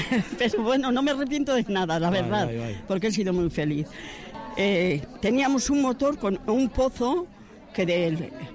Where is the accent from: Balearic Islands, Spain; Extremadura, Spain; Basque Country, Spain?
Basque Country, Spain; Arrasate; No, soy de Arrasate.